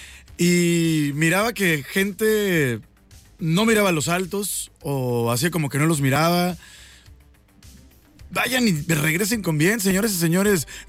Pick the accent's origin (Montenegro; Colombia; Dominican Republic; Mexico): Mexico; Ensenada, Baja California; de los que somos de Ensenada.